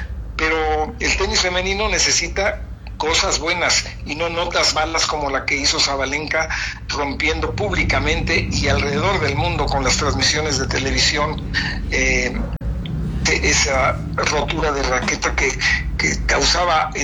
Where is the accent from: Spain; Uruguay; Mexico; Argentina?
Mexico; now in United States; me vine a México estos días